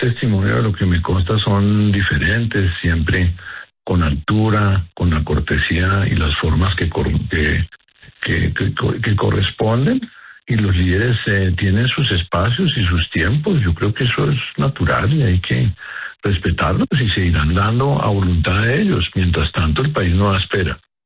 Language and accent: Spanish; Colombia; tenemos el talante como colombianos